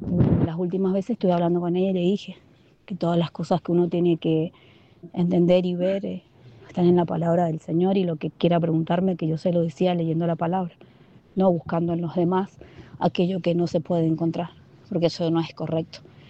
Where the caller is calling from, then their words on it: Guaymallén, Mendoza, Argentina; Bendiciones, siempre lo escucho. … de Guaymallén.